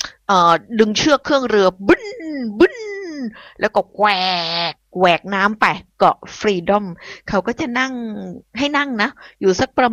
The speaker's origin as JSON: {"language": "Thai", "region": "Phuket", "country": "Thailand", "tie": "born or raised there", "said": "ลำดับที่5นั่นคือจังหวัดบ้านเกิดของดิฉันภูเก็ต"}